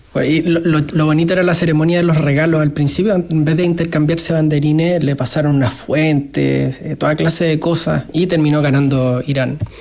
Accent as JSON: {"language": "Spanish", "town": "Concepción", "region": "Biobío", "country": "Chile", "moved": "yes", "said": "Yo me vine sin parca. Yo me vine sin parca de Concepción para el norte, digamos."}